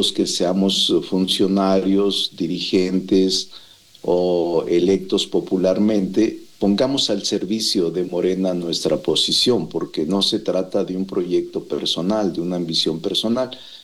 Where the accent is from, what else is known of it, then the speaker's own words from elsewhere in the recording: Fresnillo, Zacatecas, Mexico; born there; moved away as an adult; now in Mexico City, Mexico; regidor de mi pueblo, Fresnillo, Zacatecas